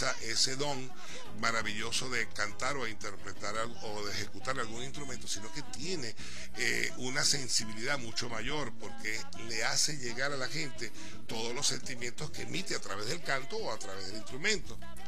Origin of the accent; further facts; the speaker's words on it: Venezuela; Mi primera salida de Venezuela